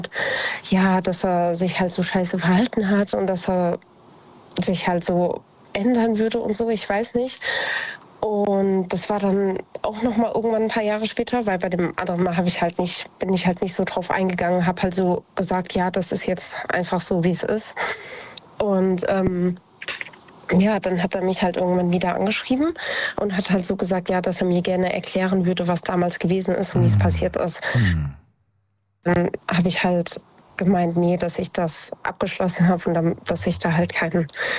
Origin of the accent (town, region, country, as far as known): Idstein, Hesse, Germany; born or raised there